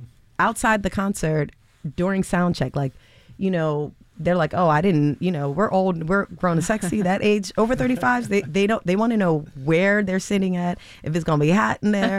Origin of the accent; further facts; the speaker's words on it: Pennsylvania, United States; also born or lived in Philadelphia; now in Los Angeles, United States; I actually grew up in the suburbs of Philly.